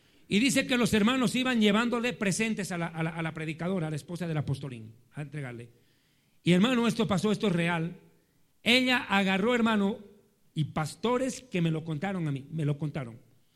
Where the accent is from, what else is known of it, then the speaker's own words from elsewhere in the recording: Bolivia; tan jailones, como decimos en Bolivia